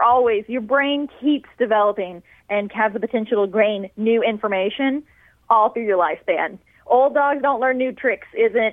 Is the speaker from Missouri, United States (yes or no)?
yes; La Monte, Missouri, United States; I grew up in Lamont, graduated from there a few years ago.